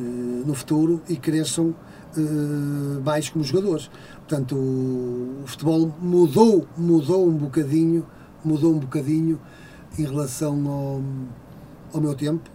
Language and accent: Portuguese; Matosinhos, Norte, Portugal; Nasci em Matosinhos, fui criado em Matosinhos, sou filho de pescador